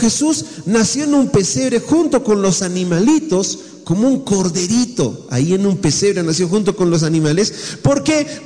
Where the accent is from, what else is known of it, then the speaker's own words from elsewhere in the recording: Bolivia; porque somos bolivianos